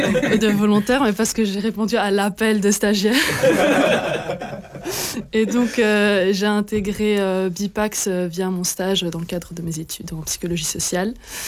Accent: Belgium; born there

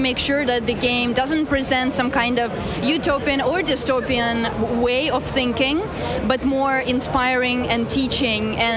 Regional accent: Czechia; English is a second language; I come from Czech Republic, and just to share a little bit, we have a part of land which is currently being transformed into a desert

